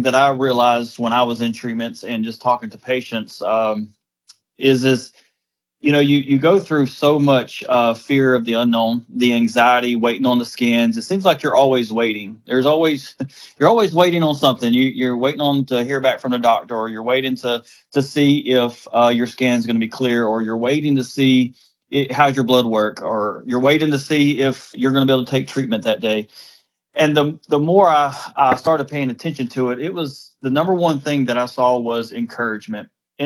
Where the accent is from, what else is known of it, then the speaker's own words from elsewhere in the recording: Dothan, Alabama, United States; I was born and raised here in Dothan, and I left for a little while, went to the Marine Corps, and I come back in 2010